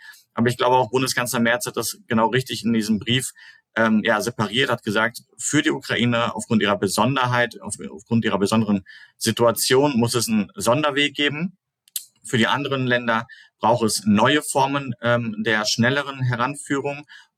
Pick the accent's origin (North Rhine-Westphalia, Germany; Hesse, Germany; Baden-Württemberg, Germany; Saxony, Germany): North Rhine-Westphalia, Germany; Ich komme aus dem Sauerland, das ist so ungefähr wie Dortmund die Größe.